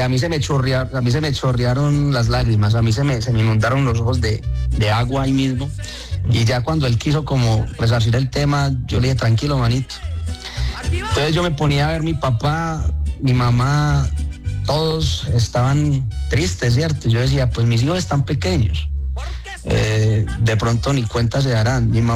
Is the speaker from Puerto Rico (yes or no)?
no; San Carlos, Antioquia, Colombia; mi mamá me manda a presentarme un festival de la canción allá en San Carlos, en mi tierra natal